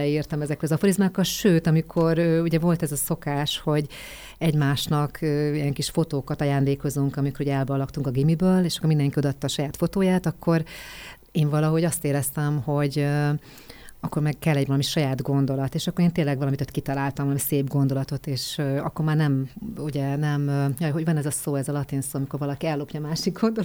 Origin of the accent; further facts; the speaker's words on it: Békéscsaba, Békés, Hungary; born there; én Békés Csabai születésű vagyok